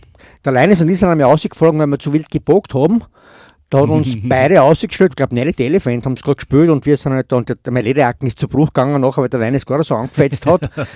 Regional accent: Styria, Austria; Also ich bin aus Kohlsdorf gekommen

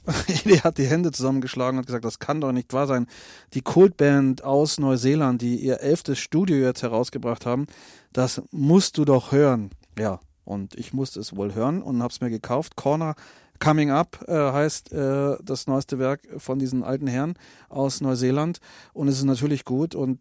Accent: Landsberg am Lech, Bavaria, Germany; wurde auch schon vorher von mir im Schallplattenladen in Landsberg erworben, denn das ist meine Heimatstadt

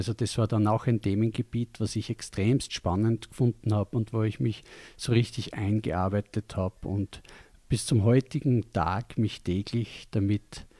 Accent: Feldbach, Styria, Austria; also born or lived in Graz / Kirchberg an der Raab; aufgewachsen bin im Raum Feldbach, war dann eine Zeit lang in Graz, habe dann meine jetzige Frau kennengelernt. Wir waren dann in Kirchberg an der Raab

